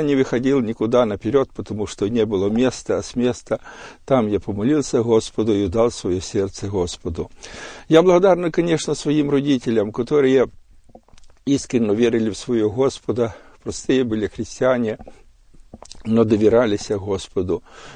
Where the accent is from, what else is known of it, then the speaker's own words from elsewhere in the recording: Volyn Oblast, Ukraine; Я родился на Украине, на Волыни, в селе, в верующей семье. Родители были верующие.